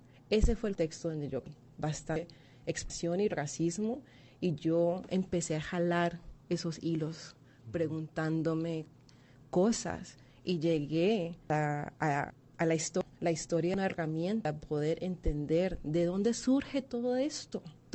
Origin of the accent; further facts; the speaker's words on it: Colombia; now in El Salvador; Me siento muy comprometida con el pueblo salvadoreño y lo veo como mi segundo hogar. Aunque yo soy colombiana, creo que he pasado más tiempo en este país que en mi propio país.